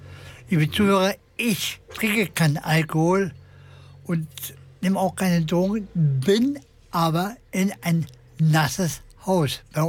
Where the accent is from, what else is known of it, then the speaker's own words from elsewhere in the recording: Berlin, Germany; moved away; also born or lived in Hanover; Ich bin 1980 nach Niedersachsen gezogen.